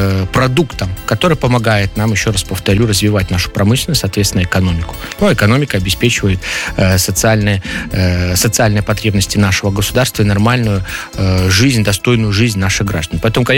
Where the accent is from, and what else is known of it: Belarus